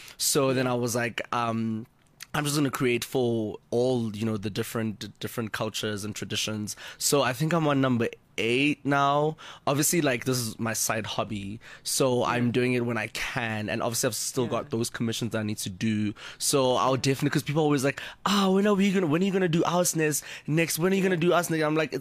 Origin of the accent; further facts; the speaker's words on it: South Africa; I'm authentically South African, so I think that like helps, because it's like I'm always also trying to tell a story of who I am, where I come from